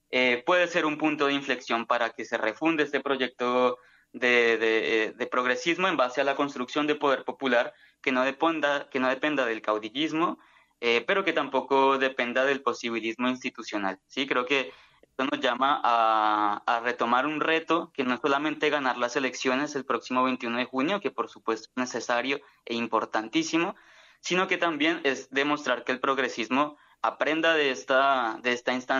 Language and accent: Spanish; Colombia